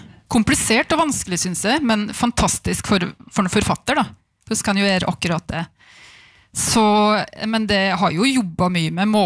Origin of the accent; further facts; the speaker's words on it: Vinstra, Innlandet, Norway; Kvam-området og Vinstra der jeg er fra.